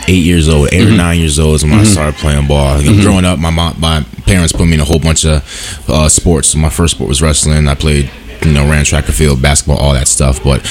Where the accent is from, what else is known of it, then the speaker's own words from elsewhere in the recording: Rochester, New York, United States; moved away as an adult; be back in my hometown